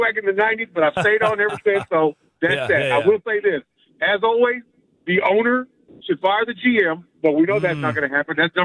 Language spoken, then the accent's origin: English; Houston, Texas, United States; even though I'm from the Houston area.